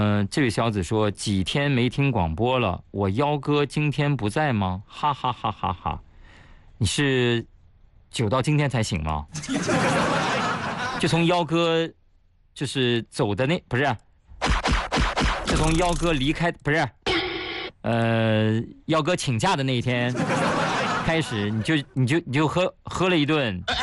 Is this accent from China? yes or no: yes; China; 我们中国人